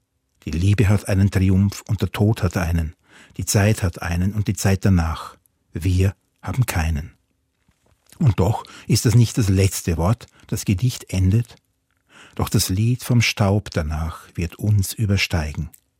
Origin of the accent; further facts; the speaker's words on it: Salzburg, Austria; Als sie im Juni 1971 zu einer Lesung in meine Heimatstadt Salzburg kam, war ich erst 15 und wusste noch nichts von ihr.